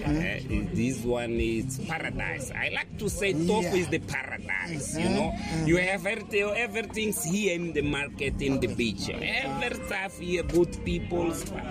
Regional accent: Maputo, Mozambique; English is a second language; You know, I'm Mozambican. I born in Maputo. I grew up in Maputo.

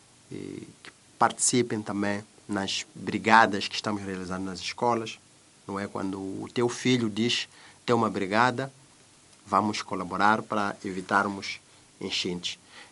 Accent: Mozambique; nós somos moçambicanos.

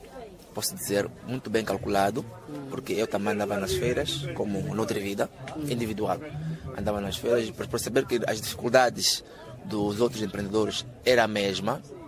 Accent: Mozambique; nós como moçambicanos

